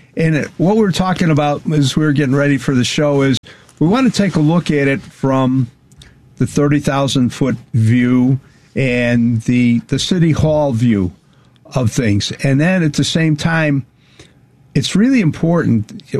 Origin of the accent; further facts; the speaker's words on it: Chicago, Illinois, United States; We're the boys from Bridgeport, talking about all things relative to the history, the culture, the politics, and the livability of Chicago.